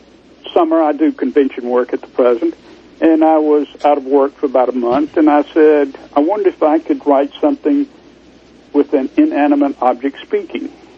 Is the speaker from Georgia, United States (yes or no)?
yes; Georgia, United States; I was raised in South Georgia, and essentially I didn't have a father, and my mother married three times